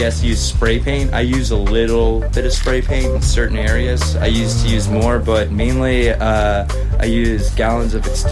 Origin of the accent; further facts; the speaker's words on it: Baltimore, Maryland, United States; I'm from Baltimore. I, like, love my city and rep it to the death, but at the same time, like, I'm a white boy in a black neighborhood.